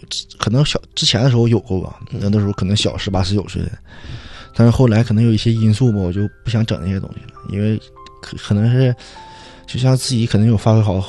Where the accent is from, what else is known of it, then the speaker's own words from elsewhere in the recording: Wangqing, Jilin, China; now in Changchun, China; 那在汪清那肯定是我童年都在那儿嘛，